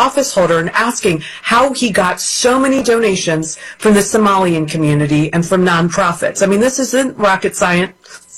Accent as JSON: {"language": "English", "country": "India", "tie": "born there", "said": "Look, I was born in India, and you bargain on the street there."}